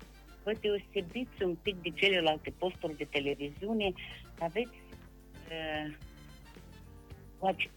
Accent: Nisporeni District, Moldova; now in Chișinău, Moldova; Eu m-am născut în raionul Nisporeni.

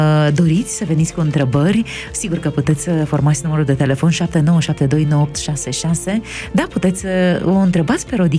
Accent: Moldova; Eu sunt de la nord

